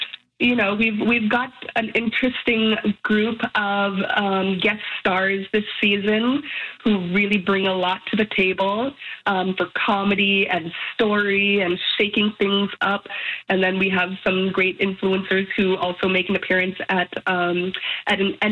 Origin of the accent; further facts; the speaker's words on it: Western Arctic, Canada; I come from the Western Arctic.